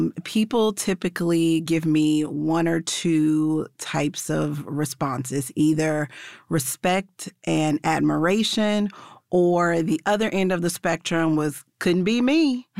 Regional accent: Memphis, Tennessee, United States; When I grew up in Memphis

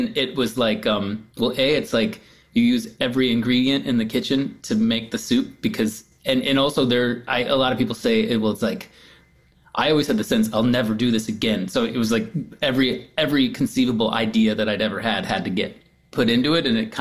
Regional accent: Midwest, United States; growing up in the Midwest

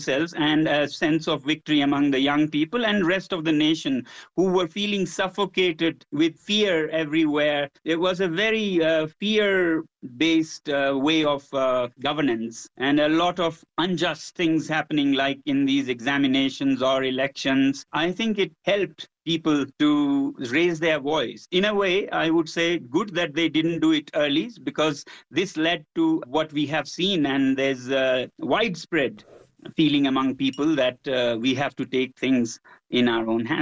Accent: Ladakh, India; Normally, because I come from Ladakh

